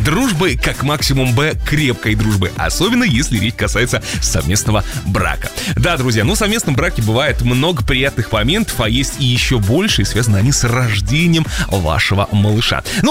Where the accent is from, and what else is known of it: Belarus